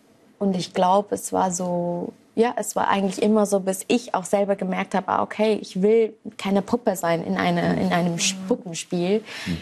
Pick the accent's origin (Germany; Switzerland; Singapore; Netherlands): Singapore; Ich bin ja aus Singapur und da haben wir unser eigener Hinduismus, würde ich sagen.